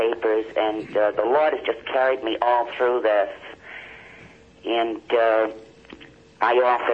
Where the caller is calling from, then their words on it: Middletown, Rhode Island, United States; from Middletown, Rhode Island.